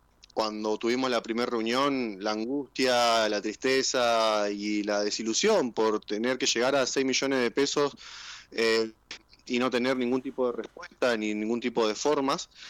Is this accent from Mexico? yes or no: no; Río Turbio, Santa Cruz, Argentina; soy nacido y criado en Río Turbio